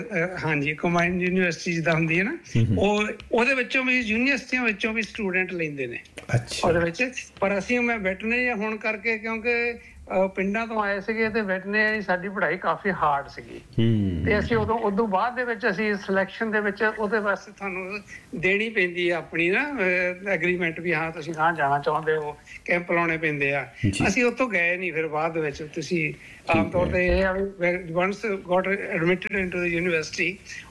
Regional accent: Jalandhar, Punjab, India; ਮੈਂ ਓਬਵੀਅਸਲੀ ਜਲੰਧਰ ਤੋਂ ਹਾਂ, ਪੰਜਾਬ ਸਾਡਾ ਪਿੰਡ ਹੈ ਸੰਸਾਰਪੁਰ ਦੇ ਨਾਲ ਹੀ

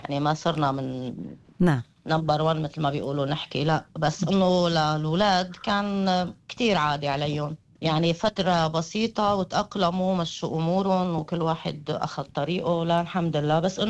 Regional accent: Syria; moved away as an adult; also born or lived in Aleppo / Latakia / Lebanon; now in Australia; جينا نحن على أستراليا بال 2017. أكيد هلأ نحن كنا عايشين مرتاحين مبسوطين ببيتنا ببلدنا بضيعتنا

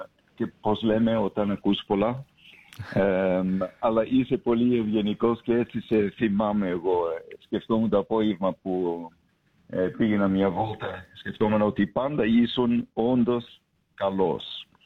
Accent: Sydney, New South Wales, Australia; moved away as an adult; also born or lived in Adelaide / Athens / Oxford; Γεννήθηκα στην Αδελαΐδα. Εκεί πρώτο υπηρέτησε σαν κληρικός ο πατέρας μου. Και όταν ήμουν 5 ετών μετακομίσαμε στο Σίδνη, όπου μεταφέρθηκε ο πατέρας μου

